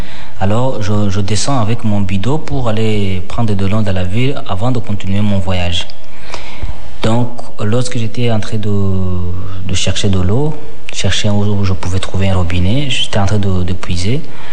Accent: Rwanda; moved away; je viens du Rwanda, que je n'ai pas de papier, que je suis un réfugié politique.

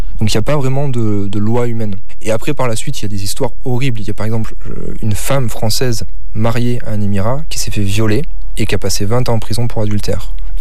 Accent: France; Pour rentrer chez moi en France.

